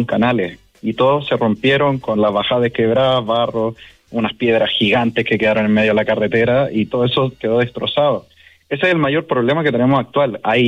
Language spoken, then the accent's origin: Spanish; Vallenar, Atacama, Chile; born there; de toda mi vida que estaba ahí en Vallenar